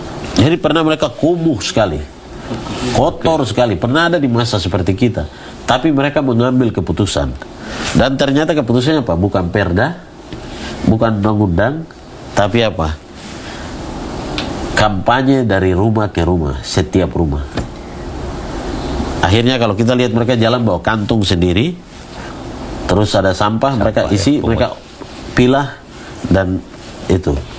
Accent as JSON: {"language": "Indonesian", "region": "Papua", "country": "Indonesia", "said": "Nah, kita Papua ini, kita jaga, kita punya hutan, tapi kenapa kita tidak dapat jasa itu?"}